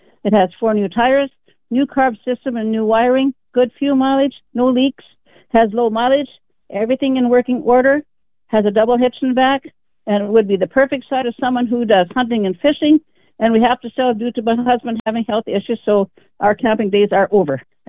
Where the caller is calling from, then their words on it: Steinbach, Manitoba, Canada; From Steinbeck.